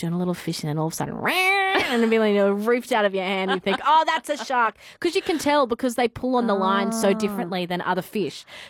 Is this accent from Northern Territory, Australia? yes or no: yes; Northern Territory, Australia; I grew up in East Arnhem Land, buddy.